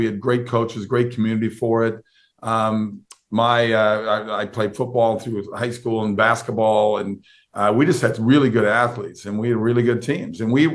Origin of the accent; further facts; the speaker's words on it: Minnesota, United States; Lake Minnetonka is where my hometown made Tonka toys.